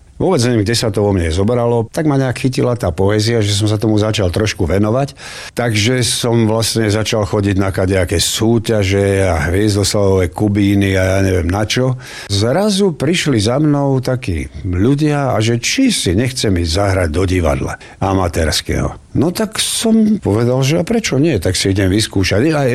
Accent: Pruské, Trenčín Region, Slovakia; moved away as an adult; Vyrastal som na dedine, ja som sa narodil v Pruskom, to je vlastne posledná dedina pred Vršateckým podhradím, a Vršatecké podhradie, tam už za tým končí cesta a tam je len Vršatec. Takže v takejto dedinke som sa narodil

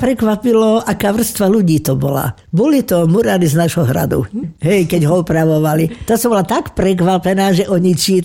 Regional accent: Kežmarok, Prešov Region, Slovakia; Kežmarok je moje rodné mesto, ktoré skutočne mám veľmi rada.

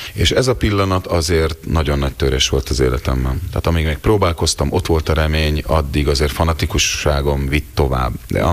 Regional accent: Budapest, Hungary; born there; Ez azért nem biztos, mert én még Soroksáron születtem

